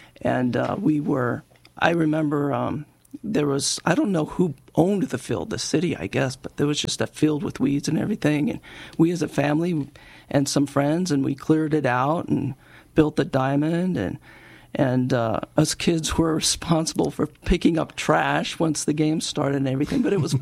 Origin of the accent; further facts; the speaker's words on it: California, United States; also born or lived in New Jersey / Dallas / Albuquerque / San Jose; Well, I was born in California, kind of raised in California, moved to New Jersey when I was like 7, and then we moved to the Dallas area.